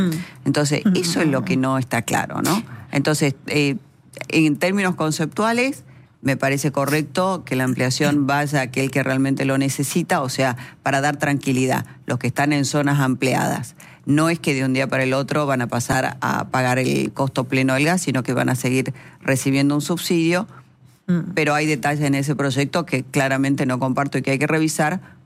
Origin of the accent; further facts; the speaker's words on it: Salta, Argentina; Ustedes saben que yo soy de Salta, sí.